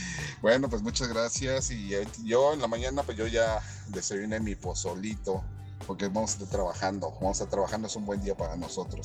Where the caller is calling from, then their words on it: Yucatán, Mexico; aquí en mi tierra, que es Yucatán.